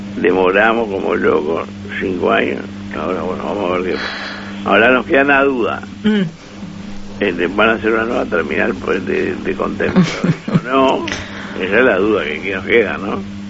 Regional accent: Uruguay

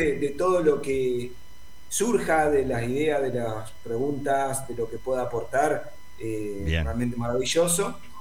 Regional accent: Pergamino, Buenos Aires Province, Argentina; born there; moved away as an adult; also born or lived in Rosario, Santa Fe; now in San Luis, Argentina; he vivido en tres provincias distintas de mi querida Argentina. Yo nací en Pergamino, provincia de Buenos Aires. Me voy a estudiar allí a mis 18 años a Rosario.

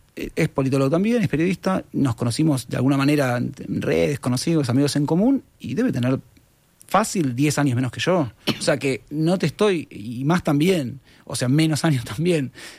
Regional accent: Buenos Aires, Argentina; moved away as an adult; now in Uruguay

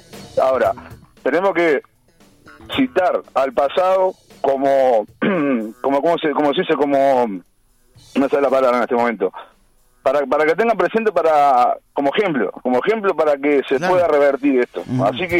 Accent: Uruguay

